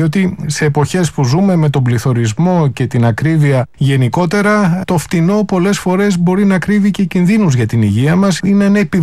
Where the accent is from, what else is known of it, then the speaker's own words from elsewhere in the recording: Greece; Ως Έλληνες καταναλωτές